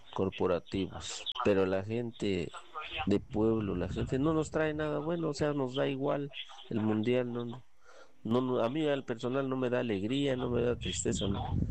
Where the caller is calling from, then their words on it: Puebla, Mexico; La escucho en el estado de Puebla.